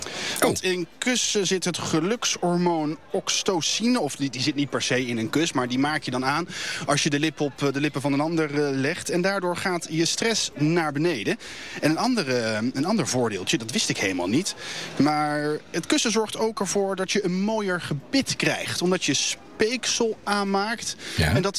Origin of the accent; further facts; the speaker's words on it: Voorburg, South Holland, Netherlands; Ik zat in de tweede van het Dalton Voorburg. Basketbalveldje. Ja. Achter het huis waar ik ben opgegroeid.